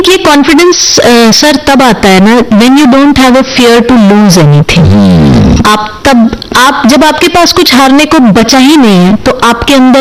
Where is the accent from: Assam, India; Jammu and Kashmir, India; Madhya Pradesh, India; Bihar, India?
Bihar, India